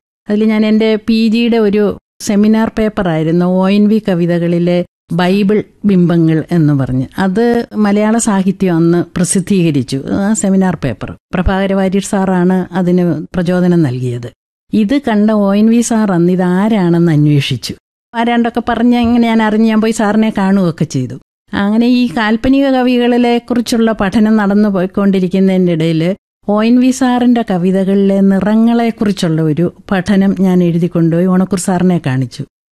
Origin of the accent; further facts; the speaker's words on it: Elamkulam, Kerala, India; എന്റെ സ്വദേശം കാഞ്ഞിരപ്പള്ളിക്കും പാലായ്ക്കും ഇടയ്ക്കുള്ള ഇളങ്കുളം എന്ന് പറഞ്ഞ സ്ഥലമാണ്.